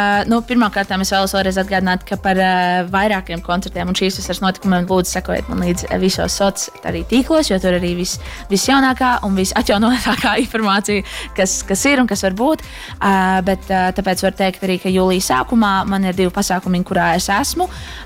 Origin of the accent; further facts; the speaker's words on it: Liepāja, Courland, Latvia; kā nekā es esmu Liepājniece, līdz ar to man ir jāpiespiež sevi pie tā, kad jūra ir mana jūra